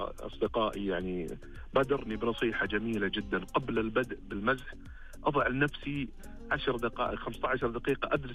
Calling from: Ha'il, Ha'il Province, Saudi Arabia

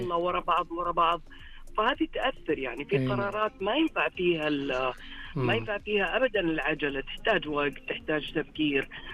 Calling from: Riyadh, Riyadh Province, Saudi Arabia

